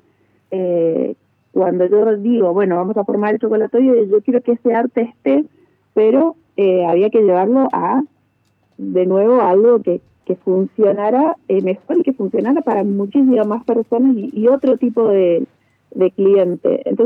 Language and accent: Spanish; Mendoza, Argentina; also born or lived in Patagonia; todos los productos que nos orgullecen como mendocinos.